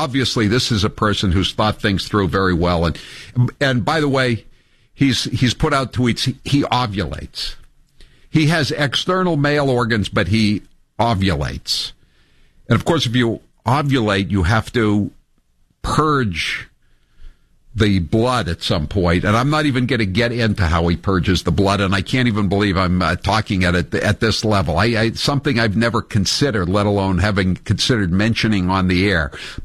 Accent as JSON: {"language": "English", "town": "Farmington", "region": "Maine", "country": "United States", "said": "from Farmington, Maine, by the way."}